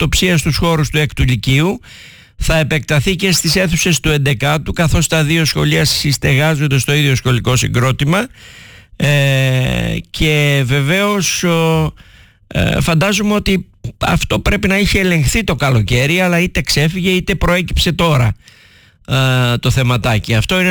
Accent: Patras, Western Greece, Greece; σαν πατρινός

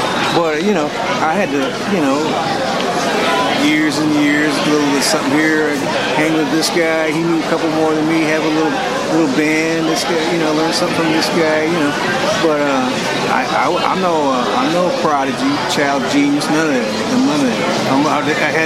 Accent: Chicago, Illinois, United States; also born or lived in Indianapolis; and I'm from the Midwest. I was born in Indianapolis, grew up around Chicago, so I got a chance to get the blues guys.

